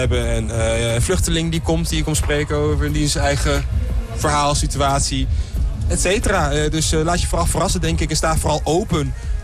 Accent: Amsterdam, North Holland, Netherlands; ik ben opgegroeid in Amsterdam.

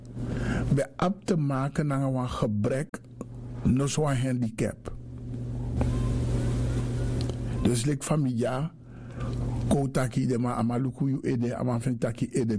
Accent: Suriname; born there; Ik ben geboren in Suriname, ik ben opgegroeid aan de Herassingstraat.

